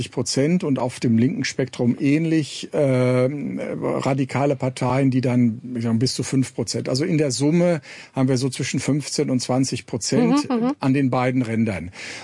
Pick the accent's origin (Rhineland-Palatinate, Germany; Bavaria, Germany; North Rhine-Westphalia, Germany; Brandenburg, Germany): North Rhine-Westphalia, Germany; Ich meine, ich komme aus Nordrhein-Westfalen.